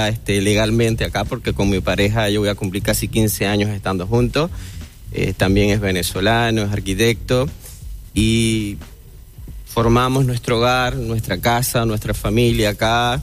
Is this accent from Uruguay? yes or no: yes; Uruguay; born there; Uruguay, yo nací acá en el Uruguay